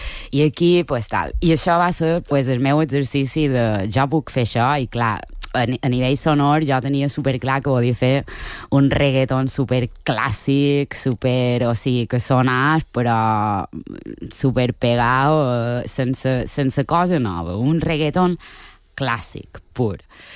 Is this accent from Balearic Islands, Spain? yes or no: yes; Balearic Islands, Spain; accent: Majorcan; also born or lived in Solsona; now in Manresa, Spain; Som mallorquina, Mallorca